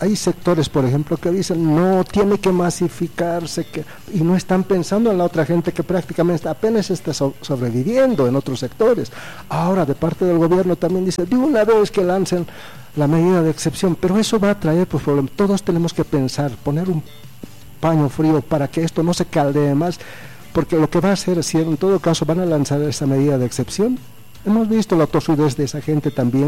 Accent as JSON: {"language": "Spanish", "country": "Bolivia", "said": "porque todos somos bolivianos, todos"}